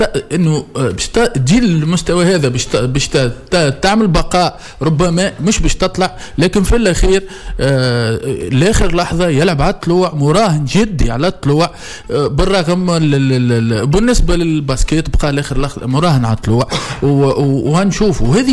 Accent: Tunisia; نحن تو كلنا توانسه

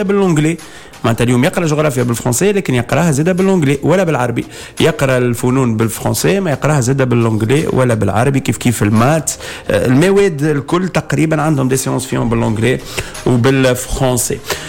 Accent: Tunisia; عندنا في تونس

